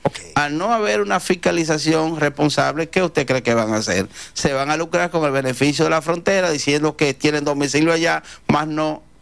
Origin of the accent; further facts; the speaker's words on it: Dominican Republic; así como los dominicanos y dominicanas vamos a un consulado americano a buscar visa